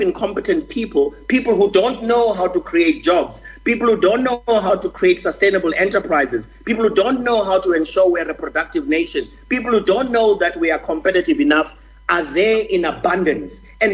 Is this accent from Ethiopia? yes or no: no; South Africa; We have failed our people, but we need to be given space to fix those things as a South African people, without people blaming us as well